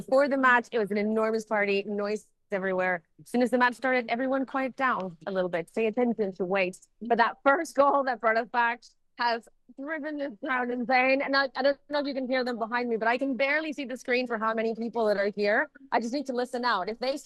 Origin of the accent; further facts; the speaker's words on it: Mexico; I'm from Mexico myself.